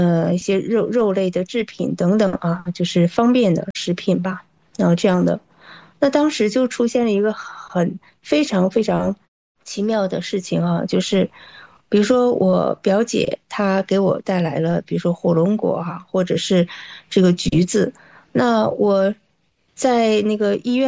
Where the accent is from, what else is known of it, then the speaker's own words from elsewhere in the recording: Northeast China, China; 我们就是东北的五常大米啊